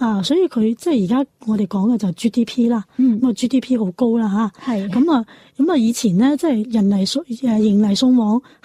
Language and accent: Cantonese; Guangzhou, Guangdong, China; 我哋广州人